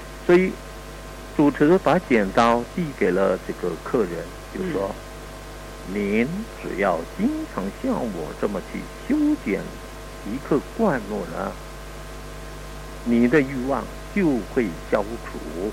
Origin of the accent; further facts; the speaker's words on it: Indonesia; 我们印尼话来讲